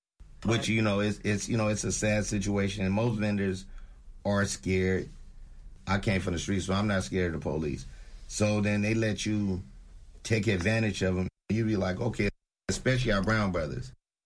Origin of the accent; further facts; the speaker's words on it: San Francisco, California, United States; also born or lived in Stone City; I'm born and raised in San Francisco, Hunters Point. And then, you know, and I was raised over in Stone City as well.